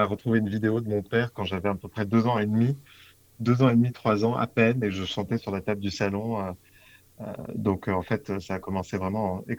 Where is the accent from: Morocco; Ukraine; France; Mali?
France; Paris, Île-de-France; born there; Paris, je suis né à Paris.